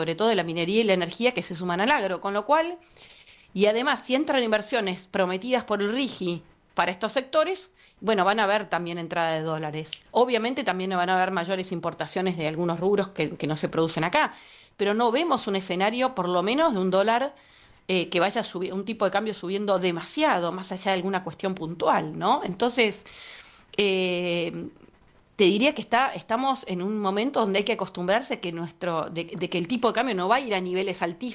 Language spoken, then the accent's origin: Spanish; Argentina; ver cómo realmente somos competitivos, ¿no? Como Argentina.